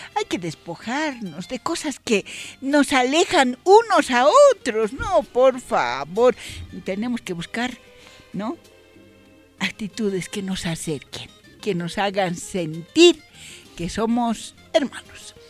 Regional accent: Bolivia; somos bolivianos

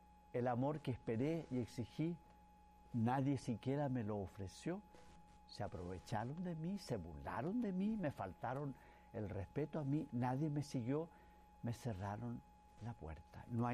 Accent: Chile; En Chile, mi país

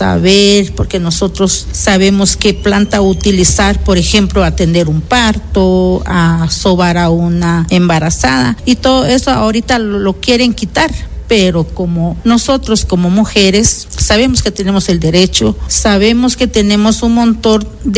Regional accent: Alta Verapaz, Guatemala; first language Q'eqchi'; Spanish is a second language; soy de Alta Verapaz y mi idioma es Jechi.

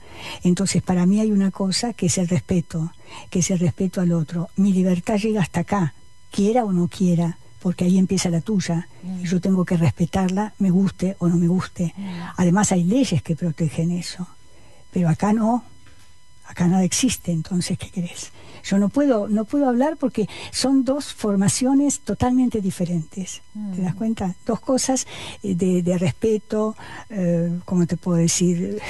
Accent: Cuba; No tengo idea, yo soy cubano, soy abogado, yo no.

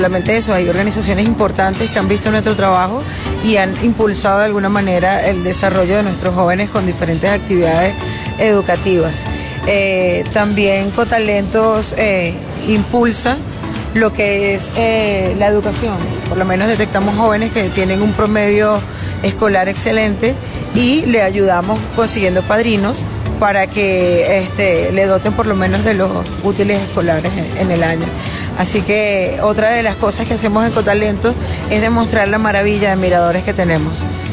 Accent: Capital District, Venezuela; nací y me crié en la Cota 905

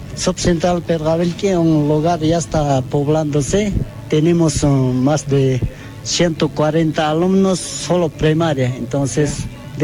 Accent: San Marcos, Cochabamba, Bolivia; Yo soy de San Marcos. San Marcos.

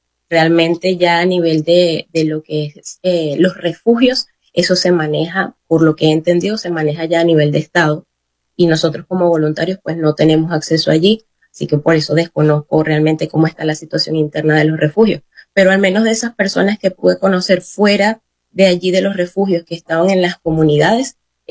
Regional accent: Barquisimeto, Lara, Venezuela; como soy de Barquisimeto, mi trabajo como médico no fue estando directamente en los centros de salud de La Guaira.

